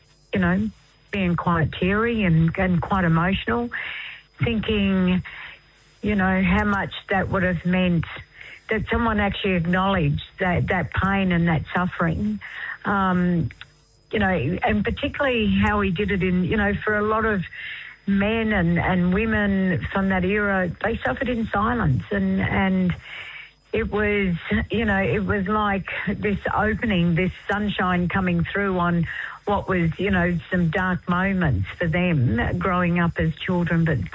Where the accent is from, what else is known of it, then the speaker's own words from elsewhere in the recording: Tiwi Islands, Northern Territory, Australia; I'm from the Tiwi Islands. My mum was from the Tiwi Islands. My father was a member of the Stolen Generation, removed as a little one from around Tea Tree.